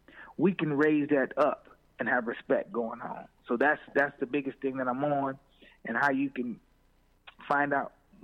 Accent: Aurora, United States; I got one in my hometown, Aurora.

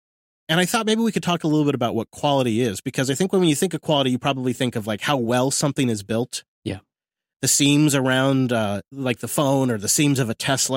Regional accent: Mount Vernon, Washington, United States; my hometown of Mount Vernon

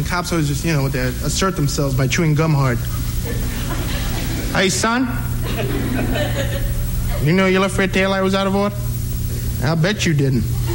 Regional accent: New York, United States; now in Los Angeles, United States; I'm not originally from L.A. I come from New York. I'm one of the New York Puerto Ricans.

